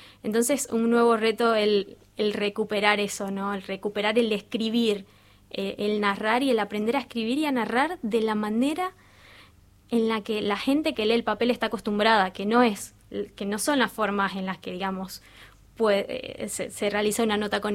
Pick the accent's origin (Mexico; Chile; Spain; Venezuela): Venezuela; moved away as an adult; now in Viedma, Argentina; Bueno, yo soy venezolana. Llegué a Viedma en el 2020. Venía de pasada, pero la pandemia me dejó acá.